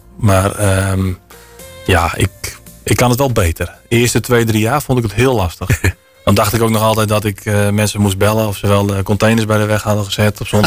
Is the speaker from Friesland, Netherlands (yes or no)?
yes; Franeker, Friesland, Netherlands; now in Sexbierum, Netherlands; ik ben opgegroeid in Franeker. Ik ben een echte Franeker van origine.